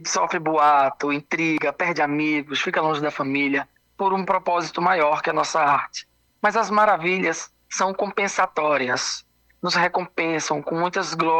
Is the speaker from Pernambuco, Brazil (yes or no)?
yes; Altinho, Pernambuco, Brazil; born there